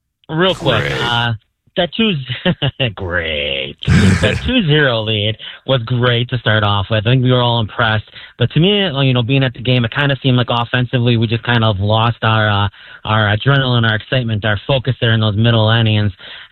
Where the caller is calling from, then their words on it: Milwaukee, Wisconsin, United States; you know, I'm from Milwaukee.